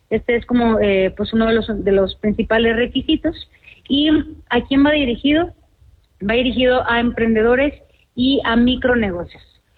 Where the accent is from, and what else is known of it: Mexico